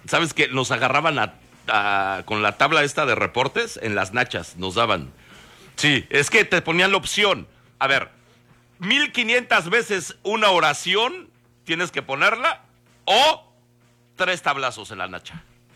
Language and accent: Spanish; State of Mexico, Mexico; born there; Como era una escuela de puros varones, la que yo estaba en el Estado de México, puros hombres